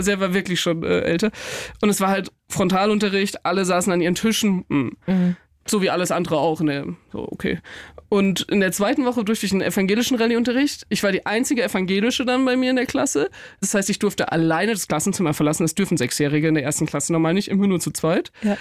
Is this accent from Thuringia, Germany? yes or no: no; Nittenau, Bavaria, Germany; ich bin in Nittenau aufgewachsen. Es ist wirklich mitten im Bayerischen Wald, also in der Oberpfalz.